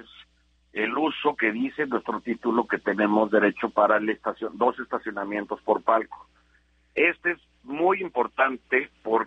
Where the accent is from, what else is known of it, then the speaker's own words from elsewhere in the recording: Mexico; Y nuestra dignidad como mexicanos, que es lo que no podemos permitir.